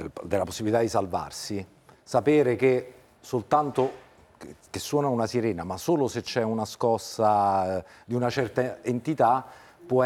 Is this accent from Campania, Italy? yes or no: yes; Naples, Campania, Italy; io sono napoletano, ho parte della famiglia ai Campi Flegrei